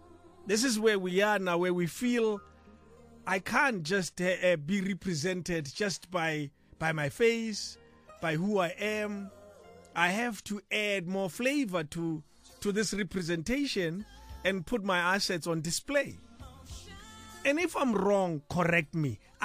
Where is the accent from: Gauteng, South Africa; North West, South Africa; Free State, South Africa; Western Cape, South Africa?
Gauteng, South Africa; Pretoria; Yet I was raised in Pretoria.